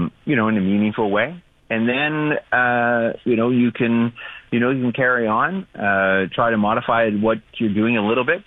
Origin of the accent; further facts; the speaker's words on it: Manitoba, Canada; And that's why I said I'm from Treaty 1 territory, because that's Treaty 6 and Treaty 8 territory there.